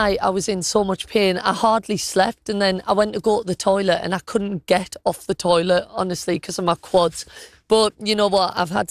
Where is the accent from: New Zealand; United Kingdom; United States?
United Kingdom; Sunderland, North East England; But I'm from Sunderland, so I'm used to it.